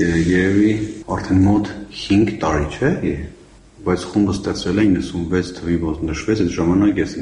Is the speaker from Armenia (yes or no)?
yes; Vanadzor, Lori, Armenia; Ասեմ, որպես վանաձորցի շատ արագ ինտեգրվեցի խումբ